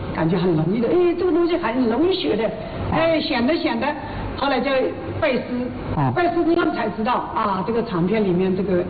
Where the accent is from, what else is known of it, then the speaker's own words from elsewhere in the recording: Yiwu, Zhejiang, China; 我们义务呢就是听着道情长大的